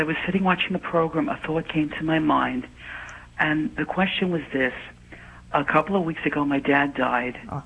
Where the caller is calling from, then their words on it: Palisades Park, New Jersey, United States; I'm calling from Palisades Park, New Jersey.